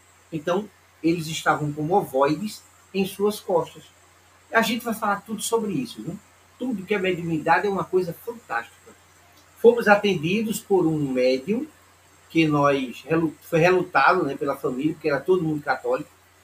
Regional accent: Alagoas, Brazil; now in Recife, Brazil; Eu saí de Alagoas e viemos morar em Recife.

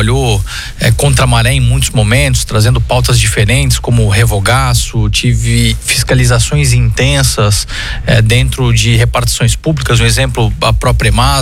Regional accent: Balneário Camboriú, Santa Catarina, Brazil; Balneário Camboriú, da cidade onde eu me criei a vida inteira

